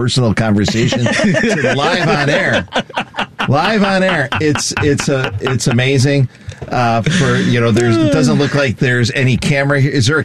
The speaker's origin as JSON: {"language": "English", "town": "Lockport", "region": "Illinois", "country": "United States", "tie": "born or raised there", "also_born_or_lived": "Joliet, Illinois", "said": "the town I grew up in, Lockport, Illinois. You know, which is a suburb of Joliet."}